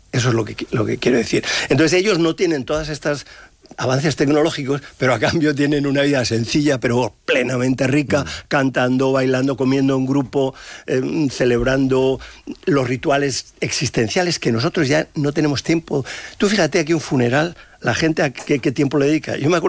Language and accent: Spanish; Madrid, Community of Madrid, Spain; now in Salamanca, Spain; yo soy madrileño, y ahora estoy adoptado en Salamanca por la cátedra